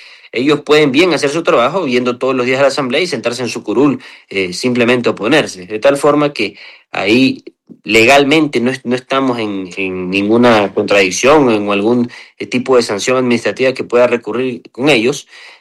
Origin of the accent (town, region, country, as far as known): Ecuador